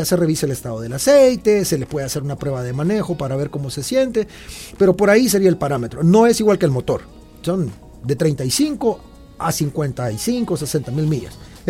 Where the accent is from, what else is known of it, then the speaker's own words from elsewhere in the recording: Santa Ana, El Salvador; Yo vengo de Santa Ana y Santa Ana ahora es un caos también, ¿verdad?